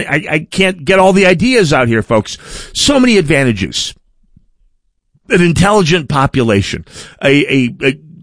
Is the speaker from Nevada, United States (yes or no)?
no; North Dakota, United States; moved away as an adult; now in Minnesota, United States; I'm from North Dakota. And about the same time in our lives, after we got out of college in our early 20s, as adults, we decided of our own free will to move to Minnesota.